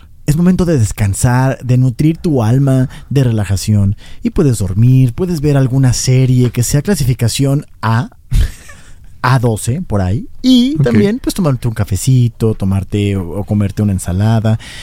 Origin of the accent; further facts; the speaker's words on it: Valencia, Valencian Community, Spain; born there; ya, Pepe, te tengo que decir que yo en unos años me iré a mi natal España.